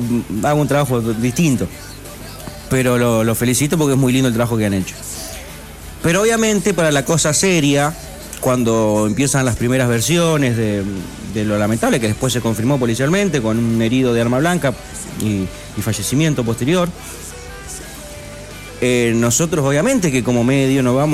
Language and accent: Spanish; Diamante, Entre Ríos, Argentina; now in Strobel, Argentina; yo soy, obviamente, soy diamantino, vivo en Strober, soy diamantino.